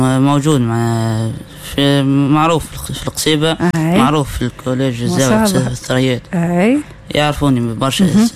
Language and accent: Arabic; Sousse Governorate, Tunisia; born there; also born or lived in Riyadh, Saudi Arabia; جيت لتونس وفي التحضيري والتمهيدي علمني سفواد التونسي، معناها نقرأ قرآن ديما يعلمني وصلح لي برشا قواعد. وكي كبرت معناها دخلت الجمعية القرآنية الفرقان قسم سوسة